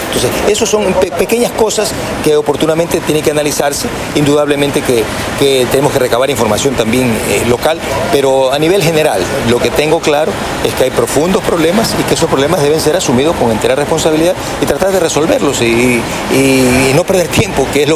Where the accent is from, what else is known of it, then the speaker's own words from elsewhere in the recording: Quevedo, Los Ríos, Ecuador; Y nosotros somos de Quevedo, pero aparte de eso, vivimos en una ciudad maravillosa, en una ciudad que es un polo de desarrollo.